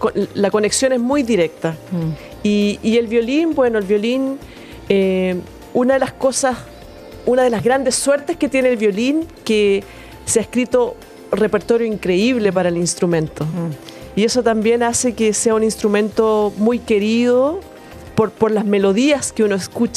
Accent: Concepción, Biobío, Chile; also born or lived in United States; Yo soy de Concepción

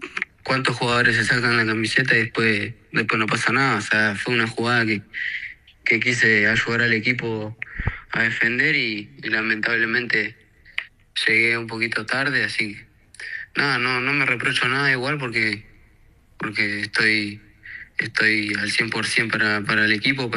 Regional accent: Argentina; now in Paraguay; No, yo soy argentino. Ajá. Tengo la doble nacionalidad chilena, pero yo soy argentino.

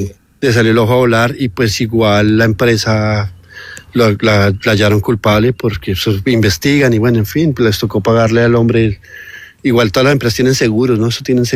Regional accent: Bogotá, Colombia; moved away; Yo soy bogotano. Yo vivía en Ciudad Bolívar. Y yo estudiaba en Arborizadora Alta, en un barrio que se llama Potosí.

